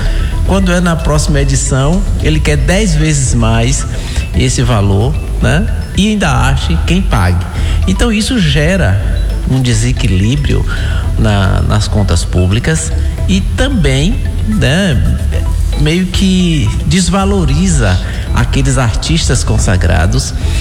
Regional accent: Bahia, Brazil

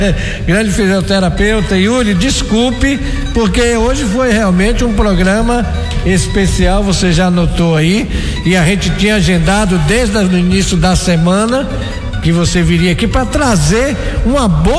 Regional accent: Jequié, Bahia, Brazil; also born or lived in Passo, Paraíba; Eu nasci em Passo, na Paraíba. E cheguei em Jequié no dia 20, dia 15. 15 a dia 20 de janeiro de 1950. Foi quando eu cheguei, morei ali na rua Damião Vieira.

